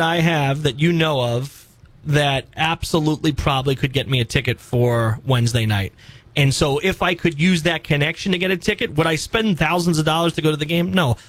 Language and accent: English; New York City, New York, United States; I didn't grow up in Manhattan. I grew up in Queens, New York.